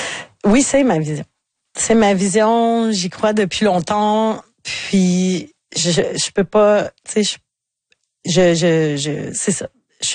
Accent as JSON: {"language": "French", "region": "Quebec", "country": "Canada", "said": "puis chez nous dans le Bas-Saint-Laurent, tu sais, avec avec le vieux théâtre de Saint-Fabien"}